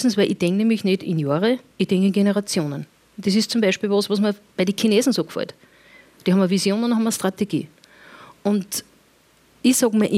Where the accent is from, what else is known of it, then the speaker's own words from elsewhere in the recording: Upper Austria, Austria; Also ich sage, als Oberösterreicherin, wenn ich ein bisschen flapsig rede, das liegt dann irgendwo, wenn ich meinen Dialekt ein bisschen reinfalle.